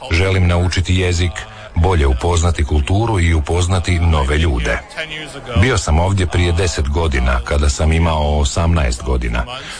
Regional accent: Ecuador; Croatian is a second language; now in Croatia; Dolazim iz Ekvadora. Moji preci su iz Hrvatske, a moj tata je došao ovdje u sklopu istog programa 1995. godine.

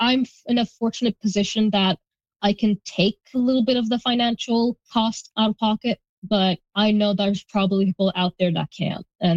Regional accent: Rawdon, Quebec, Canada; I grew up in Rawdon. It has a combination of both older folk, but also up and starting families. It's a very nice community, very homey, very beautiful in terms of like nature.

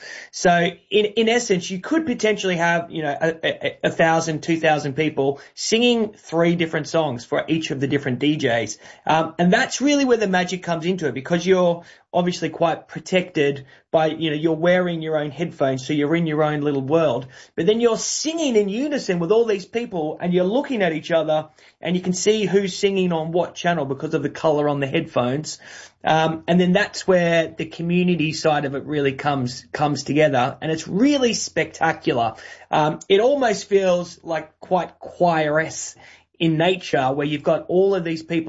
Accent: Australia; now in London, United Kingdom; you can hear from my voice that I am Australian. Hopefully you pick that up. My business partner is from London, and I personally have been based in London now for nearly 15 years.

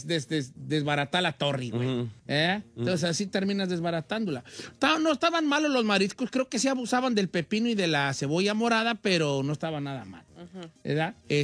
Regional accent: Michoacán, Mexico; Yo soy de Michoacán.

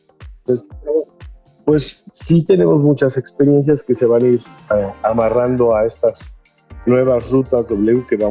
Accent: Mexico; nos vendemos todos como mexicanos

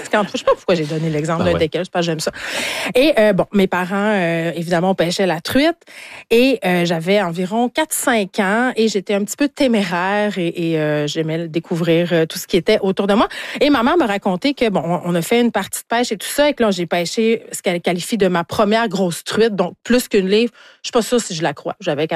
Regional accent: Quebec, Canada; parce que, je viens du Saguenay, j'arrête pas de le répéter, et je pêche depuis, mon Dieu, que je sais marcher avec mes parents.

